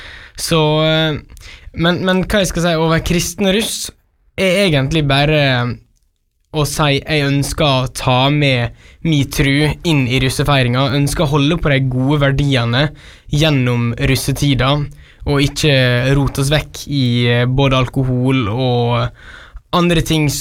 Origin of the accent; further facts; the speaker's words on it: Tenfjorden, Møre og Romsdal, Norway; Jeg kommer fra Tenfjorden.